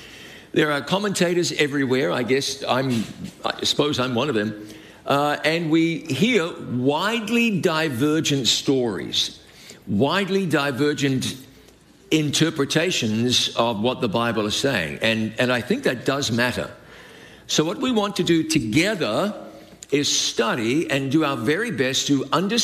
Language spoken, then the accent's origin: English; New Zealand; accent: New Zealand; now in United States; My accent comes from New Zealand. Have you seen where that is? That's why they call it Down Under. It's way down there. Now, by now, I've been in this country 30-plus years, so it's not a very good New Zealand accent anymore.